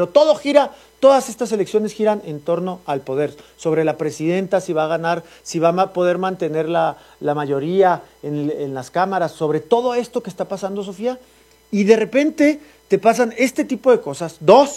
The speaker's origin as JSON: {"language": "Spanish", "region": "Chihuahua", "country": "Mexico", "said": "A ver, él es de Coahuila, yo soy de Chihuahua."}